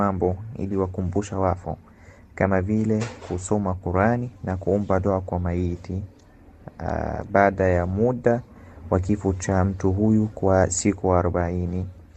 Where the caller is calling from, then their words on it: Egypt; Swahili is a second language; mimi ni Misri, mimi ni raia wa Misri, lakini najua Kiswahili. Hakika mimi nilijifunza Kiswahili katika chuo kikuu cha Al-Azhar, kitivu cha lugha na ufasiri, kitengo cha lugha za Kiafrika.